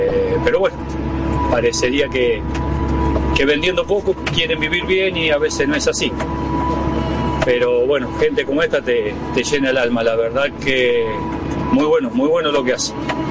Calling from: Buenos Aires, Argentina; de Ribeño, provincia de Buenos Aires.

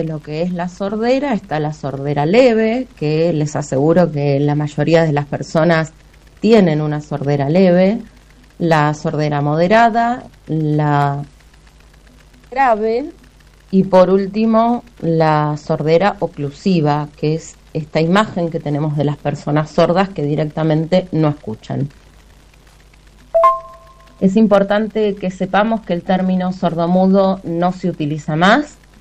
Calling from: San Martín de los Andes, Neuquén, Argentina; vivo en San Martín de los Andes

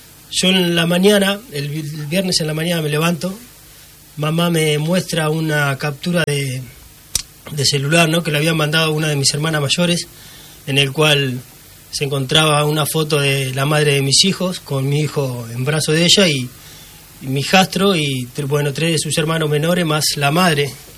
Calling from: Bolívar, Buenos Aires Province, Argentina; sabiendo que somos de Bolívar

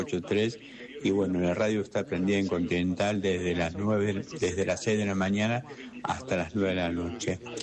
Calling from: Monte Grande, Buenos Aires Province, Argentina; de Monte Grande

